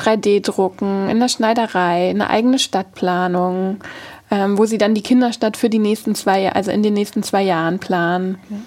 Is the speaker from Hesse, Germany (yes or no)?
no; Hamburg, Germany; born or raised there